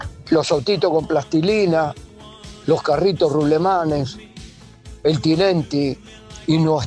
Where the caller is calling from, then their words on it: Buenos Aires, Argentina; de Capital, hincha Calamar.